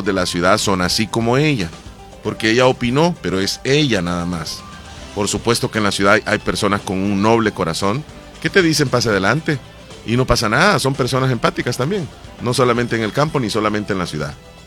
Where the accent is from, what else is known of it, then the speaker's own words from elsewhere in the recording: Bolívar, La Unión, El Salvador; Porque yo no soy de Santa Rosa, yo soy originario de un pueblo, de sí, Bolívar